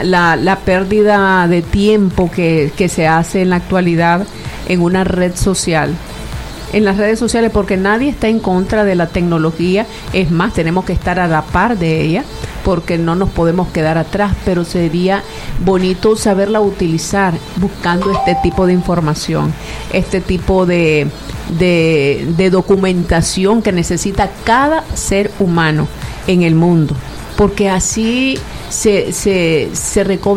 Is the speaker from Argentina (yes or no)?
no; Nicaragua; Es un orgullo sentirse nicaragüense